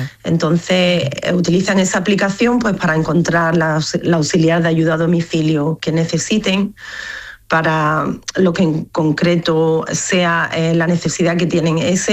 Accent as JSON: {"language": "Spanish", "region": "Andalusia", "country": "Spain", "lives_now": "Australia", "said": "Porque nosotros los padres somos españoles. Y en casa hablamos español"}